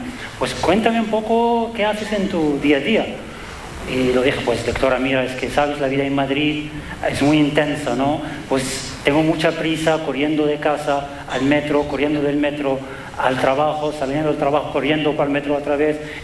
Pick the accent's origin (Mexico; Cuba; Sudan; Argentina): Sudan; Spanish is a second language; now in Spain; soy de Sudán. ¿Alguien conoce Sudán?